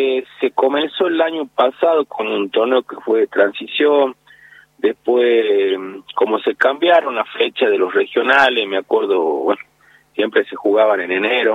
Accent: El Bordo, Salta, Argentina; Nosotros somos de acá del Bordo, el Club del Bordo, de sí.

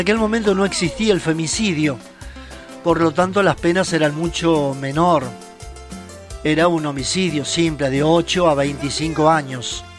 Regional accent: Argentina; los argentinos no somos, es ser discriminatorios.

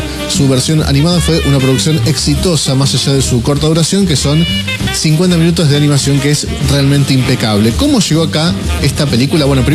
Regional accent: Morón, Buenos Aires Province, Argentina; Yo, que soy de Morón, nacido en Morón y vivo en Morón

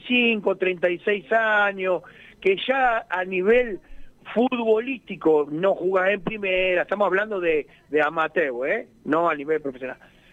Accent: Argentina; y viste cómo somos los argentinos también, ¿viste? Somos exitistas, criticamos.

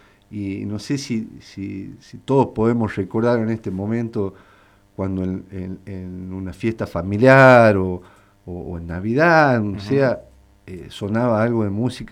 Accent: Catamarca, Argentina; sentirnos orgullosos de lo que hemos creado como catamarqueños

